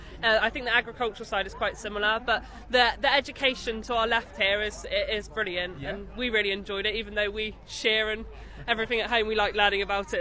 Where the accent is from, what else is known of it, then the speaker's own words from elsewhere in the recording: South West England, United Kingdom; We're from Cornwall and Devon in the UK.